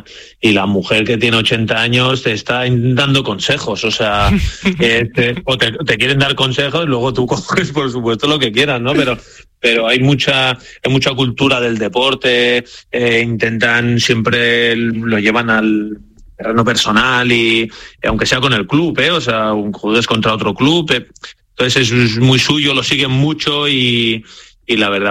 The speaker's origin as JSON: {"language": "Spanish", "country": "Spain", "said": "La verdad que yo soy español, iré con España"}